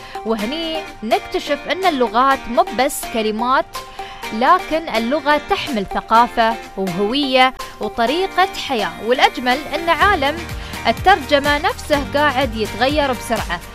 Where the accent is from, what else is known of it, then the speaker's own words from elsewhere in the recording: United Arab Emirates; accent: Emirati; وهذا الشيء نلاحظه وايد في لهجتنا.